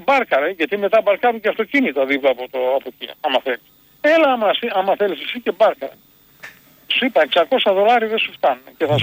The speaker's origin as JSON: {"language": "Greek", "region": "Macedonia", "country": "Greece", "said": "είμαι Μακεδόνας."}